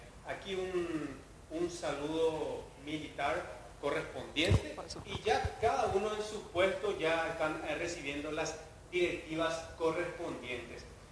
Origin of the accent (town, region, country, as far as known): Paraguay